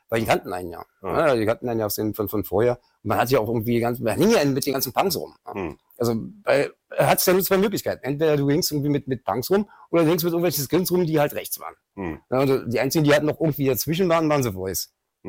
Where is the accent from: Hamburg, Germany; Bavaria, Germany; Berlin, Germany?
Berlin, Germany; also born or lived in Schöneberg, Berlin; geboren in Schöneberg, groß geworden in Kreuzberg.